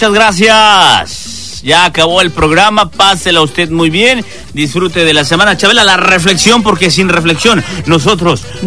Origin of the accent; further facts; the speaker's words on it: Mexico; Y trabajo aquí hace muchos años y soy mexicano.